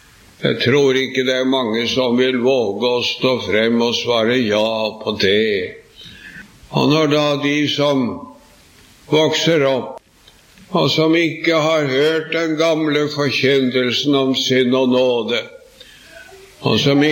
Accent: Sarpsborg, Østfold, Norway; born there; jeg minnes da ifra min aller første tid jeg gikk i ungdomsforeningen hjemme i Sarpsborg

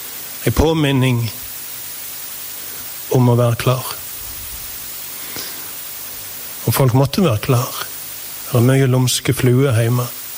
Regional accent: Rogaland, Norway; Habno hjemme, der jeg vokste opp. Eller jeg kommer fra Vatland, som der bønnen drev jord for det meste, men hadde sjøen på si.

